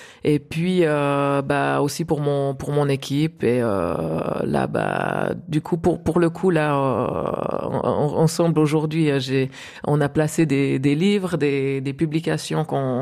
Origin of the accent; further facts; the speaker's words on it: Grancy, Vaud, Switzerland; parce que moi j'ai grandi au pied du Jura, comme vous l'avez mentionné, dans un petit village qui s'appelle Grancy, où à l'époque